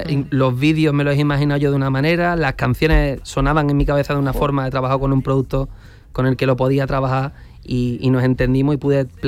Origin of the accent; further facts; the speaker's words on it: El Puerto de Santa María, Andalusia, Spain; now in Seville, Spain; yo soy también del puerto Santa María, yo soy de Cádiz